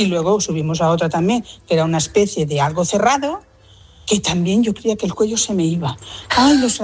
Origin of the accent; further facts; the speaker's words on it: Valencia, Valencian Community, Spain; Buenos días, Cristina. … de Valencia.